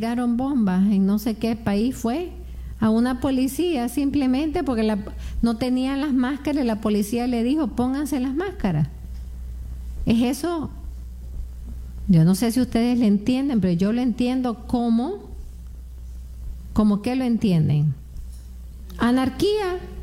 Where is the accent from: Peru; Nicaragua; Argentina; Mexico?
Nicaragua; Yo soy Nica